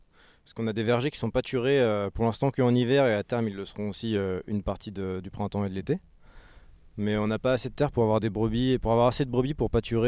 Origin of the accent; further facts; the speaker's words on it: France; moved away as an adult; now in Saint-Sornin-la-Marche, France; je suis originaire d'une petite ville entre Nantes et Rennes.